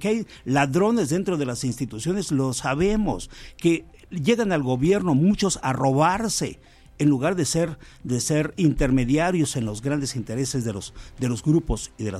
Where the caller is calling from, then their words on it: Mexico; entre nosotros los mexicanos